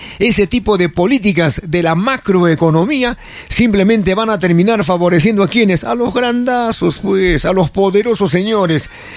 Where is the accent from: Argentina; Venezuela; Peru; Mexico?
Peru